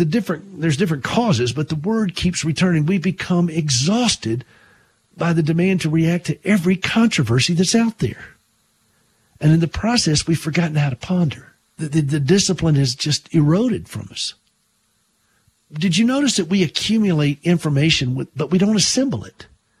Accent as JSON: {"language": "English", "region": "South Carolina", "country": "United States", "tie": "born or raised there", "said": "In fact, I just saw in my hometown there in South Carolina, the church there that I knew the church"}